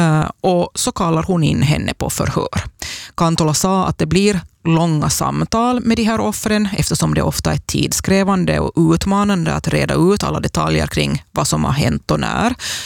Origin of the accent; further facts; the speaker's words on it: Ostrobothnia, Finland; Både du och jag är österbottningar